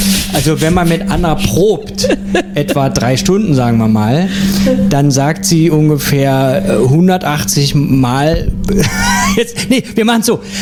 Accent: Hanover, Lower Saxony, Germany; born there; Ich bin in Hannover geboren.

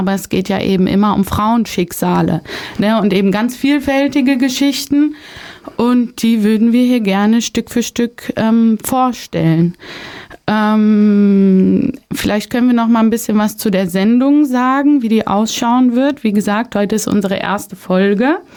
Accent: Eschwege, Hesse, Germany; ich komme aus Eschwege und ich sitze hier mit Helga.

